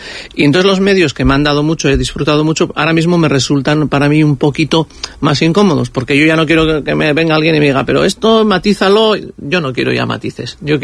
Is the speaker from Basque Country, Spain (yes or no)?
yes; San Sebastián, Basque Country, Spain; Bueno, pues tiene mucho especial porque yo soy de Donosti, entonces estrenar en casa, es los nervios.